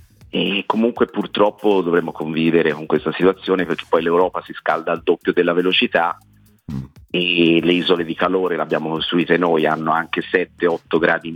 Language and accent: Italian; Florence, Tuscany, Italy; perché poi sono fiorentino